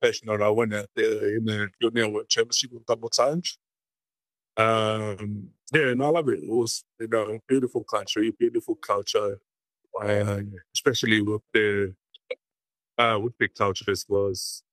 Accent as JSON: {"language": "English", "country": "Tonga", "tie": "born or raised there", "also_born_or_lived": "Samoa / New Zealand / Hawaii / Japan", "said": "I was born in Tonga, 1983, and I grew up here in Tonga, but sort of moving around the island. We moved to Samoa, back to Tonga, and then New Zealand, Hawaii, and then Japan. So, and now I'm back to Tonga again."}